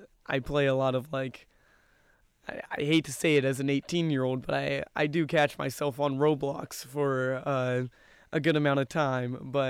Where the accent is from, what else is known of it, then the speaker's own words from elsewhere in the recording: Carlsbad, California, United States; moved away as an adult; now in Irvine, United States; 18 years old, and I am a part of the class of 2030. I'm from Carlsbad, California, which is just a little bit down the coast from us here in Irvine.